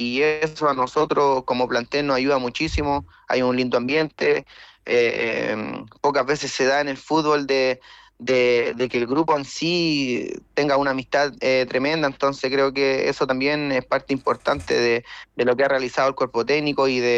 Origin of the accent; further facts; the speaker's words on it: Quillota, Valparaíso, Chile; Sí, soy de Quillota.